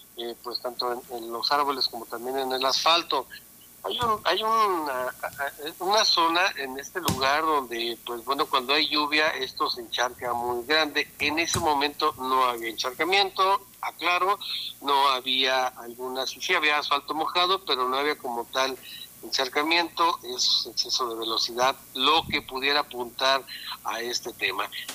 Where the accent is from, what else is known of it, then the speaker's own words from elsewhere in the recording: Morelia, Michoacán, Mexico; todos los que somos de Morelia la conocemos